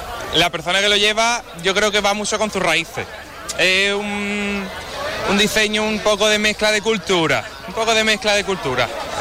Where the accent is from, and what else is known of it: Barbate, Andalusia, Spain; born or raised there